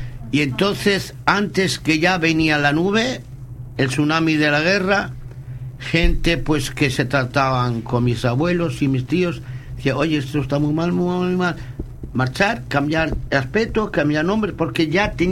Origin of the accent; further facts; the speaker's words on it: Spain; El Casti, bueno, es una palabra emblemática de mi pueblo, porque soy de la etnia gitana